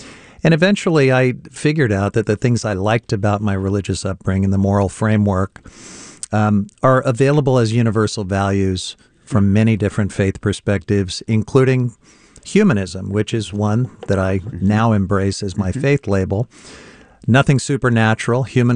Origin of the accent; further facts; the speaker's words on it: Independence, Missouri, United States; I grew up in Independence, Missouri, known for a couple things, Harry Truman's hometown for one